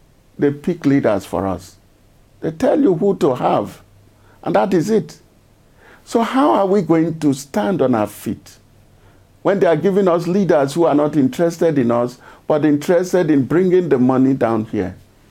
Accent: Nigeria; I'm Nigerian

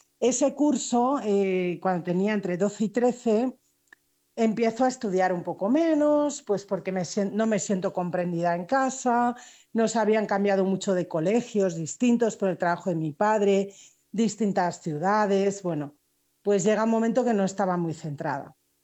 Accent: Spain; born there; yo nací en una familia muy católica en España, como podéis ver por mi acento, en el año 64.

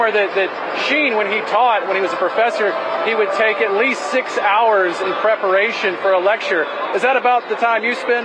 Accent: Kentucky, United States; Full disclosure, I grew up in Kentucky.

